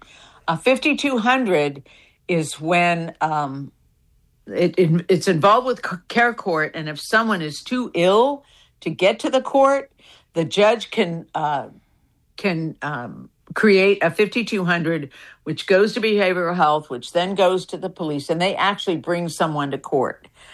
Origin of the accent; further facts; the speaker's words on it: California, United States; We said, well, we're from Humboldt County.